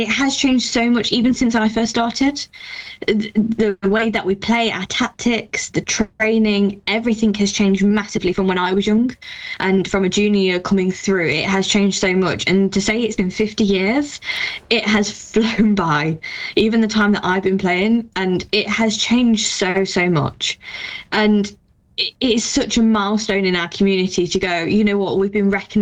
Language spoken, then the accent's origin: English; Nottingham, East Midlands, United Kingdom; I'm from Nottingham, born and bred